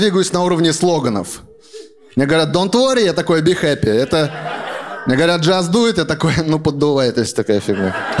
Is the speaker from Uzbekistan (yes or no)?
no; Russia; born there; I was born in Russia.